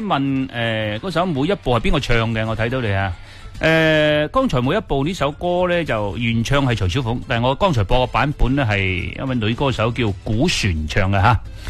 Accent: Foshan, Guangdong, China; 我哋佛山人

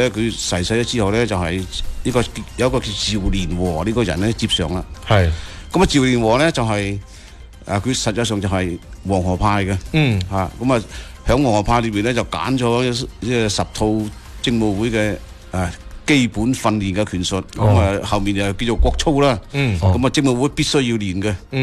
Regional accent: Foshan, Guangdong, China; 我哋作為佛山人啊

